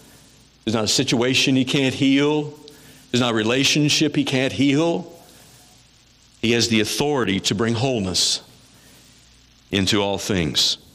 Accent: Missouri, United States; My hometown in Missouri was near the site of an early Civil War battle, the Battle of Wilson's Creek.

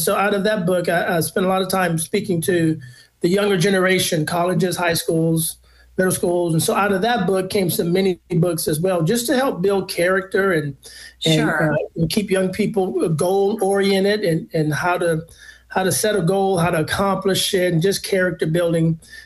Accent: San Antonio, Texas, United States; moved away as an adult; now in Nashville, United States; And I'm originally from San Antonio, Texas.

